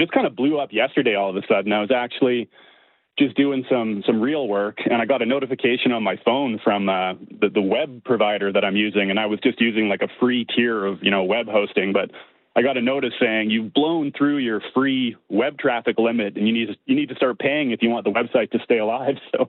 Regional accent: Winnipeg, Manitoba, Canada; now in Calgary, Canada; I was born and raised in Winnipeg. I live in Calgary now

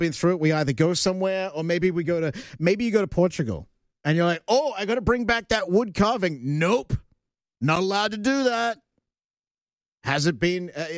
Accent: Australia; now in Canada; When I go back to Australia, I'm a Canadian now, but when I go back to Australia, there is a list of things that have to come back with me to North America

